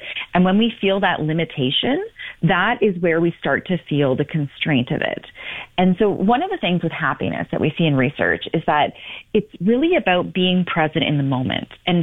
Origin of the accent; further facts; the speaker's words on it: London, Ontario, Canada; now in Toronto, Canada; I'm from London, Ontario, and I live downtown Toronto now.